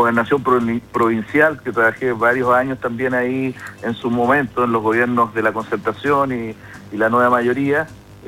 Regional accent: Chile; como buenos chilenos que somos

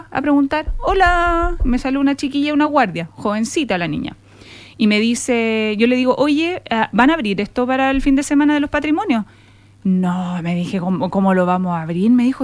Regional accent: Valparaíso, Chile; me crié en esas casas en Valparaíso

